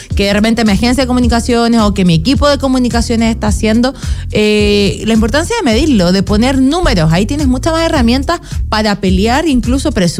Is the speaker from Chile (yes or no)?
yes; Antofagasta, Chile; Yo también, ¿viste? Yo soy de Antofagasta.